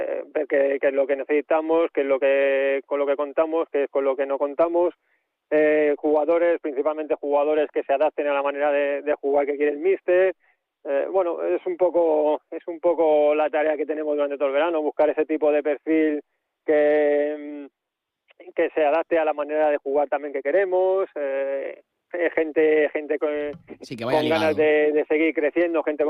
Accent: Alcalá de Henares, Community of Madrid, Spain; soy un chico que ha crecido aquí en Alcalá, soy de Alcalá.

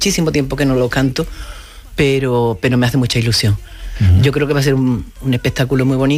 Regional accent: Huelva, Andalusia, Spain; Yo soy de Huelva y me encanta el fandango, sobre todo los fandangos

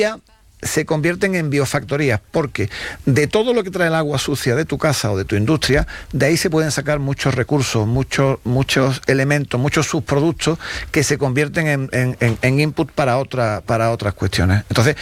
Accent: Spain; porque lo que sí hacemos bien los españoles es cuando nos dan una nota de que hay que ahorrar agua y tal, hacerlo.

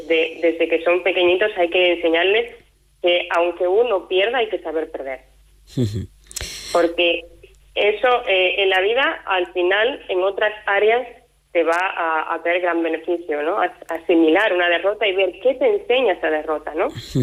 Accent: Cuba; now in La Rioja, Spain; Sí, yo salí de Cuba sola. O sea, llegué aquí prácticamente por agrupación familiar, ¿vale? Mi esposo es español.

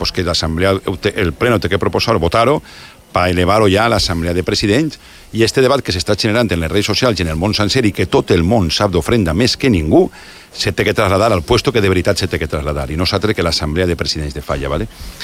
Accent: Benaguasil, Valencian Community, Spain; jo soy de Benaguasil

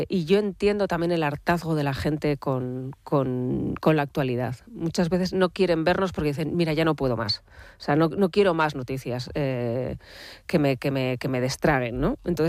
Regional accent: Pamplona, Navarre, Spain; also born or lived in Falces; al pueblo de mi padre, a Falces, a mi tierra, a Navarra, a Pamplona.

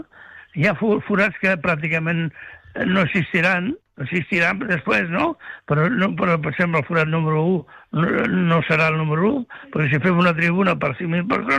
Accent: Sitges, Catalonia, Spain; Però jo he nascut a Sitges.

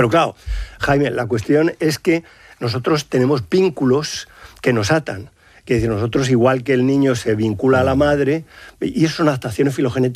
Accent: Madrid, Community of Madrid, Spain; now in Salamanca, Spain; yo soy madrileño y ahora estoy adoptado en Salamanca por la cátedra

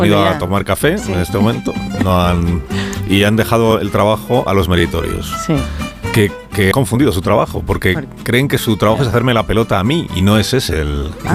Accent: Galicia, Spain; Porque más de uno somos muy gallegos, todos.

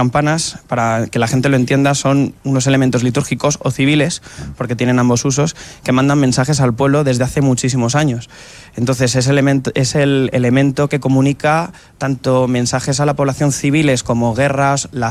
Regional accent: Madrid, Community of Madrid, Spain; Soy de Madrid y gato, además.

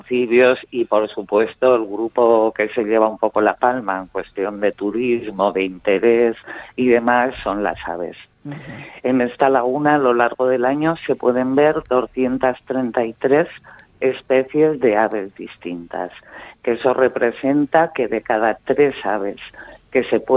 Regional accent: Sariñena, Aragon, Spain; Y nada, soy de aquí de Sariñena

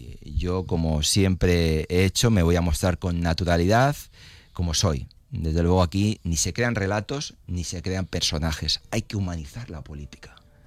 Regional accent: Spain; Yo soy ciudadano español, me presento a la alcaldía de Elche y estamos en España

